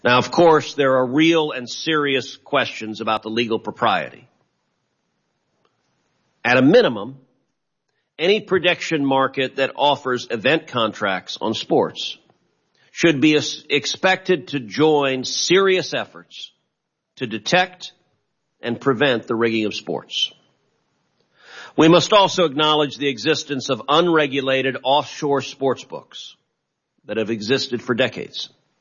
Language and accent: English; Texas, United States; 39 states and the District of Columbia have legalized some form of sports betting, though my home state of Texas has not.